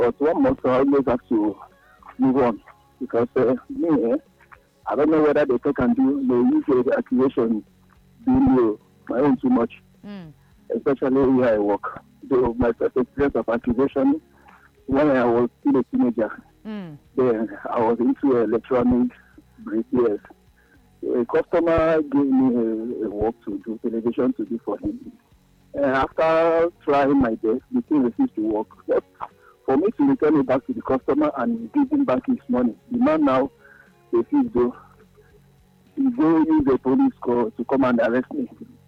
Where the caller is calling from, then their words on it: Ogun, Nigeria; I'm calling from Ogun State.